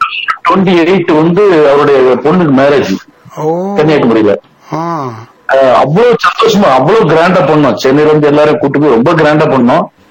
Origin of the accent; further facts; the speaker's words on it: Valliyur, Tamil Nadu, India; now in Chennai, India; இல்ல, என்னுடைய சொந்த ஊர் வந்து திருநெல்வேலி.